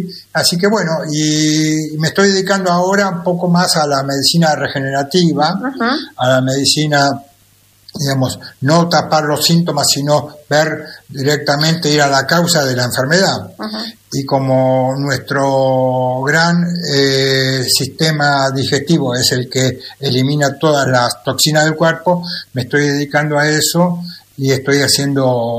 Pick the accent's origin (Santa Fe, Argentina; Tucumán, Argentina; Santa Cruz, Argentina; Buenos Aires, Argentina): Buenos Aires, Argentina; moved away as an adult; also born or lived in Carhué, Argentina; now in Bolívar, Argentina; Bien, nosotros somos originalmente de Capital Federal, de Buenos Aires, y estuve 4 años trabajando como director médico en un hospital en Carué, el partido de Adolfo Alsina